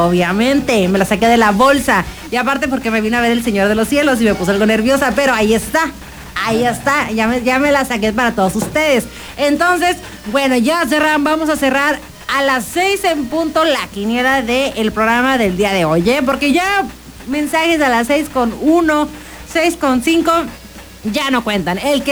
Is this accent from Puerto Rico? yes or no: no; Mexico; somos mexicanos